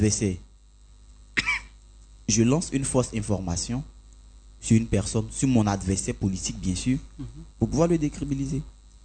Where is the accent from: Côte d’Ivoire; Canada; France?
Côte d’Ivoire; chez nous, en Côte d'Ivoire